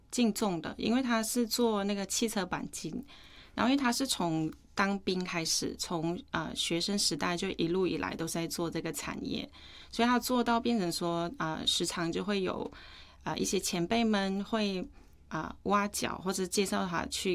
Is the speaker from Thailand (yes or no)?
yes; Thailand; now in Taiwan; 就是会比我们在泰国还要更加的追求的会更加的用力一点